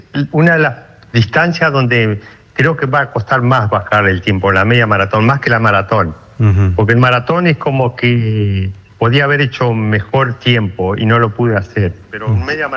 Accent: Argentina

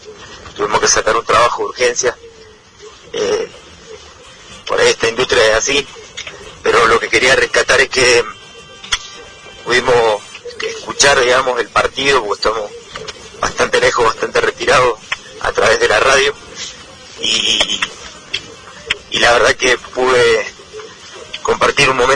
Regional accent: Argentina; Y yo creo que lo importante acá es que todos somos argentinos.

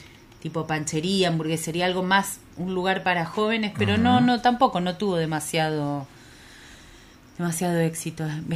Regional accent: Concepción del Uruguay, Entre Ríos, Argentina; nosotros no somos, Concepción del Uruguay, no somos una ciudad turística de verano, por ahí es más estudiantil y universitaria

